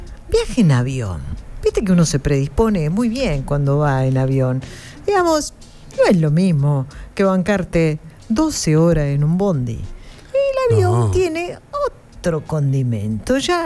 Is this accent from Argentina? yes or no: yes; Rosario, Santa Fe, Argentina; Porque yo soy de Rosario y estoy haciendo algunas cosas, algunos negocios en Panamá y bueno, y tengo que regresar.